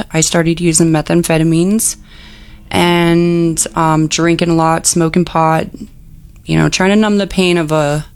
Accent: Arvada, Colorado, United States; also born or lived in Denver; And I grew up in Arvada with my grandmother.

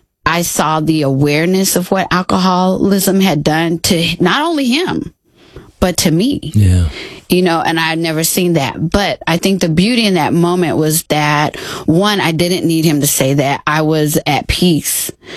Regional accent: Texas, United States; So I fly 800 miles to Texas. That's my hometown.

